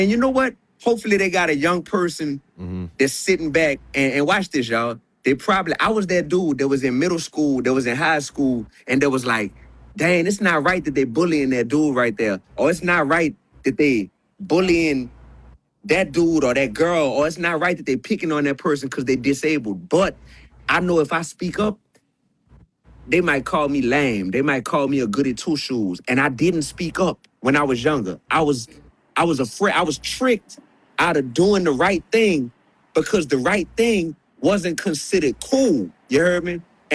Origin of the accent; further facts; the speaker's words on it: New Orleans, Louisiana, United States; I'm from New Orleans